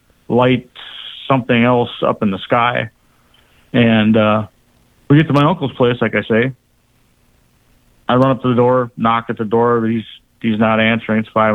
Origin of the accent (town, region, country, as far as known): Rockford, Illinois, United States